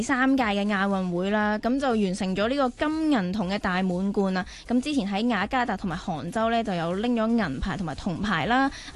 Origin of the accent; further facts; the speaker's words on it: Hong Kong; 我哋香港嘅运动员